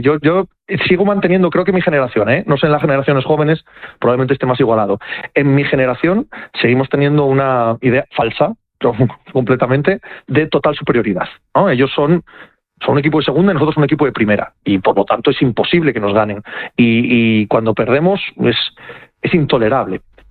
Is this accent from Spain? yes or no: yes; Cangas del Narcea, Asturias, Spain; now in Madrid, Spain; De la Cangas, mala, o sea, especifica. Claro, la pequeña, la desconocida, la fea, la pobre, la minera.